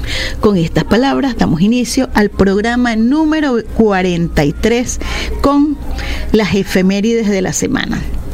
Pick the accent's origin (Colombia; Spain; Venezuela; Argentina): Venezuela